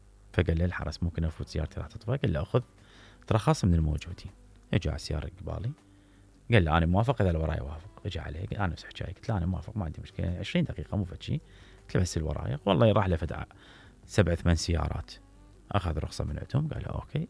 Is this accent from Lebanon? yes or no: no; Iraq; فتخيلوا إلى أنه إحنا كمواطنين عراقيين لا نتأثر ولا نؤثر في بلدنا